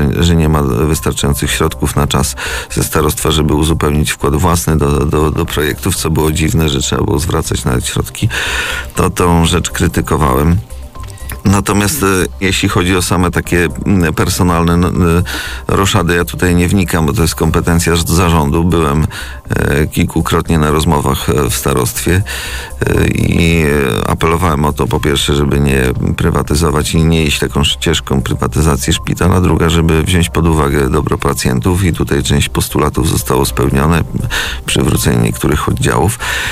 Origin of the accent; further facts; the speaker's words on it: Przasnysz, Masovian Voivodeship, Poland; also born or lived in Mława; jestem z Przesnysza i tutaj z naszego okręgu, można powiedzieć, ale jestem też właścicielem od roku mieszkania w Mławie, także jestem mławianinem